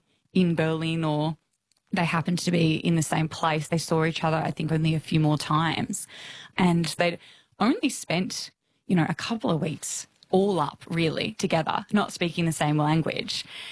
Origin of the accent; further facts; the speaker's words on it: Heathridge, Western Australia, Australia; I grew up in the suburb called Heathridge, which was close to Joondalup, so quite north. My parents, because I guess like my dad being an immigrant